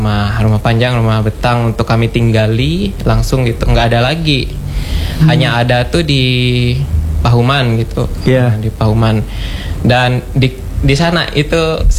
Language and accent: Indonesian; West Kalimantan, Indonesia; secara pribadi saya orang Dayak gitu kan, Dayak Kanayan.